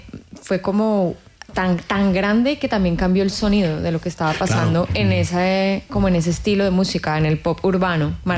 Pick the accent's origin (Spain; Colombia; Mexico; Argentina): Colombia; Me hace falta a mí, especialmente, que vengo además de Colombia y que vengo de familia caficultora, me hace falta café, el cafecito, claro, molido, recién molido en la mañana, y que sea café colombiano, de mi cafetal